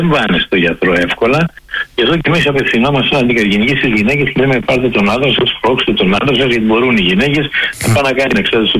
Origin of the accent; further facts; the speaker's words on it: Greece; και εμείς σαν πολιτισμός, σαν Έλληνες